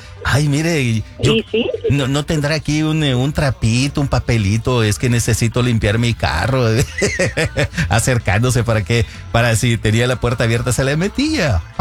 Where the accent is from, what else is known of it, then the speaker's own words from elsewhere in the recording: Santa Ana, El Salvador; Yo ya hasta estoy pensando allá en mi tierra, en Santa Ana